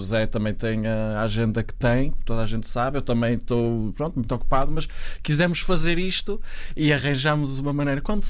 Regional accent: Vizela, Norte, Portugal; also born or lived in Guimarães; Bem, eu sou de Vizela. Muito simplesmente, sou de Vizela, não há muito mais a dizer. Cresci lá, tive a minha primeira educação musical lá.

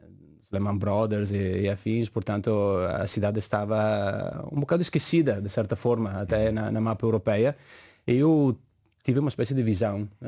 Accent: Treviso, Veneto, Italy; moved away; Sim, eu mudei-me para cá em 2009. Na verdade, sou originário da Itália, de uma cidade chamada Treviso. Uma pequena cidade a 20 minutos de Veneza, basicamente muitas vezes até confundida com Veneza

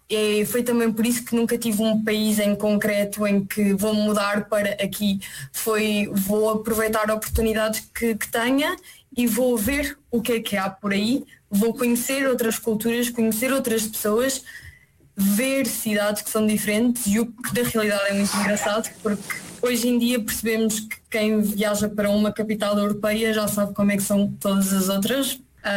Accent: Lisbon, Portugal; moved away as an adult; now in Cologne, Germany; eu sou de Lisboa e sempre cresci rodeada de turistas.

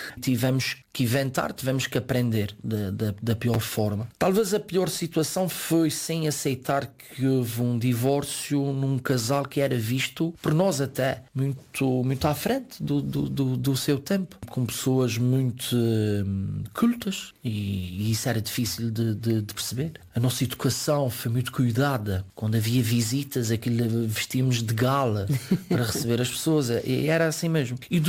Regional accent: Fajã de Cima, Azores, Portugal; Pela primeira vez, apesar de ter passado a minha infância e ter crescido na Feijão de Cima, nunca me senti como me senti nos Fenais.

